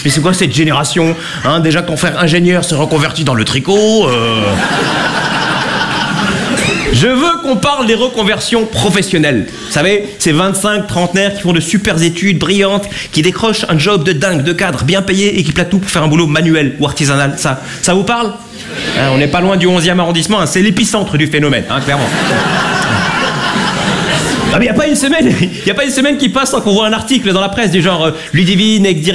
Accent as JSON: {"language": "French", "town": "Lausanne", "region": "Vaud", "country": "Switzerland", "said": "Moi, je viens de Lausanne. Les girons, c'est pour les bouseux, donc... À Lausanne, il n'y a pas de girons."}